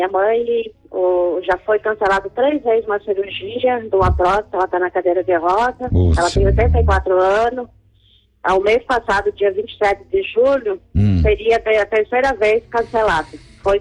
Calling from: Diamantino, Mato Grosso, Brazil; Eu falo Diamantino, Mato Grosso.

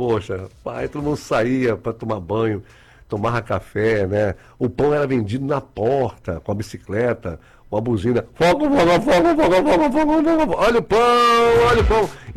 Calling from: Salvador, Bahia, Brazil; Ó, de onde você fala? Eu falo de Salvador, Bahia, cara.

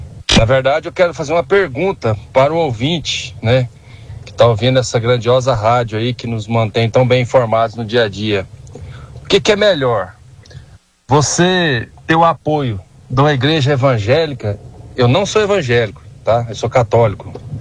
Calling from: Anápolis, Goiás, Brazil; sou de Anápolis.

